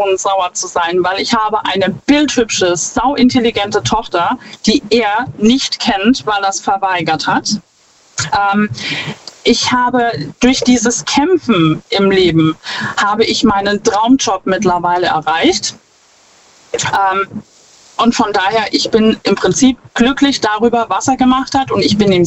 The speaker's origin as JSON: {"language": "German", "town": "Schwetzingen", "region": "Baden-Württemberg", "country": "Germany", "said": "Ich bin aus Schwetzingen."}